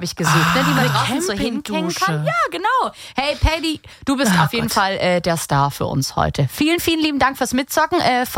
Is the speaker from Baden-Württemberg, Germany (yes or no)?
yes; Leutenbach, Baden-Württemberg, Germany; Leuten wacht, das ist mein Ort, mein Heimatort und da kommt die Tanja her